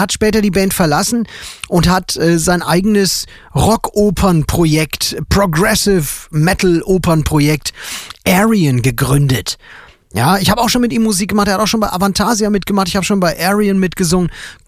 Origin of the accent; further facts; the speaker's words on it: Fulda, Hesse, Germany; Ein großes Konzert hier in Deutschland in Fulda auf dem Domplatz, meiner Heimatstadt.